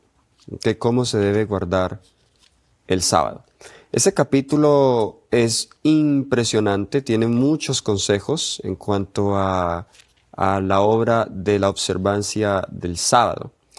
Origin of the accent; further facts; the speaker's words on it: Cali, Valle del Cauca, Colombia; Cali, mi ciudad natal